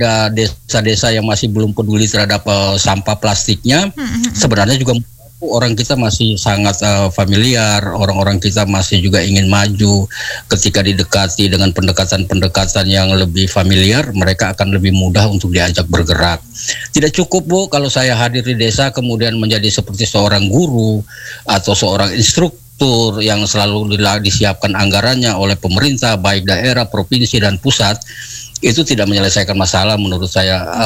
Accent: East Nusa Tenggara, Indonesia; khususnya orang Kabupaten Sika

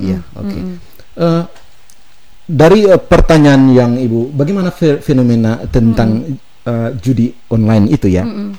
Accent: Ende, East Nusa Tenggara, Indonesia; Saya asli orang NTT ya.

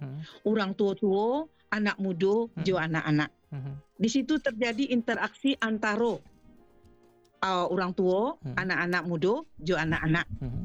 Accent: West Sumatra, Indonesia; karena itu adalah filosofi kita sebagai orang Minang. Sebagai orang yang menjaga agama dan adat.

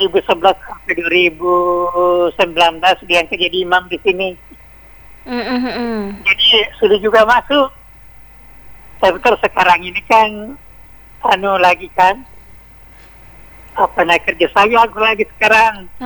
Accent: Soppeng, South Sulawesi, Indonesia; now in East Kalimantan, Indonesia; Nah, jadi misalnya pertamanya aku dari Sulawesi ke Morabada, langsung ke situ karena ada saudarinya bapak saya di situ dulu. Sampai sekarang ini di Morabada itu sudah ada satu desa dari kampung saya itu di Sopeng.

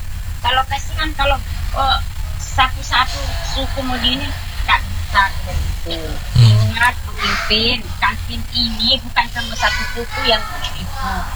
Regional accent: East Kalimantan, Indonesia

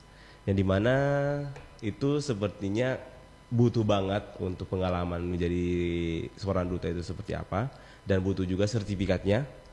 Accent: Gorontalo, Indonesia; also born or lived in Jakarta; Iya. Kalau besarnya mungkin di Gorontalo bisa dikatakan.

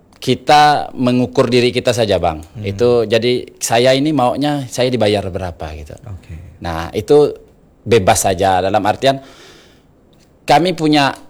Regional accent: Pontianak, West Kalimantan, Indonesia; kita sebagai warga Pontianak

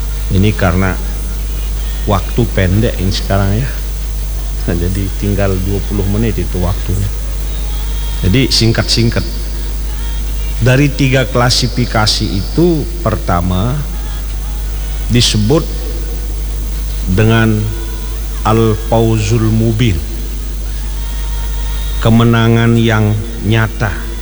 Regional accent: Lombok, West Nusa Tenggara, Indonesia; orang Lombok, Pulau Seribu Masjid ini

